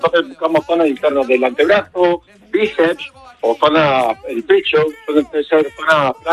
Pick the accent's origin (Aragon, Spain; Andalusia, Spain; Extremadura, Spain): Andalusia, Spain; Almería; born or raised there